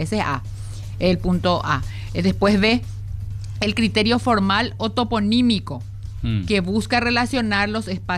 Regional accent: Lambaré, Central, Paraguay; yo soy de Lambaré

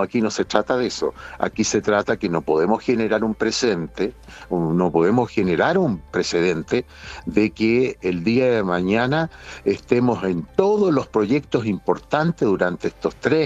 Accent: Magallanes and Chilean Antarctica, Chile; como nos decimos en Magallanes. Yo soy magallánico.

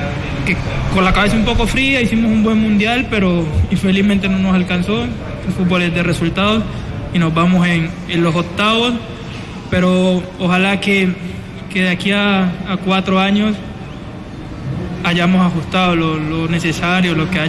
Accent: Colombia

